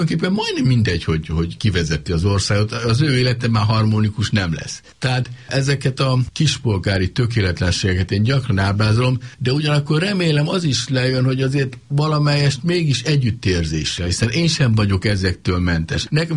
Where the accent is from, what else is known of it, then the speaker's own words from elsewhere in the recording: Nyíregyháza, Szabolcs-Szatmár-Bereg, Hungary; Nyárliget többé-kevésbé hasonlít Nyíregyházára, a szülővárosomra.